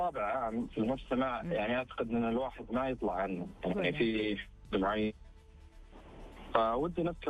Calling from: Riyadh, Riyadh Province, Saudi Arabia; من الرياض.

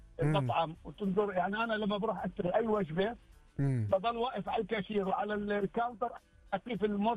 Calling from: Riyadh, Riyadh Province, Saudi Arabia; من الرياض.

